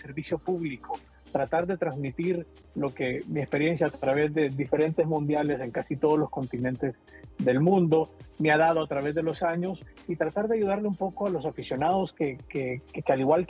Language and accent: Spanish; Honduras; now in Washington, United States; yo soy de Honduras y hace muchos años, ya la mitad de mi vida la llevo en este bello país, en Estados Unidos y en particular en Washington. Bueno, vine por todo tipo de temas, estudios, luego trabajo.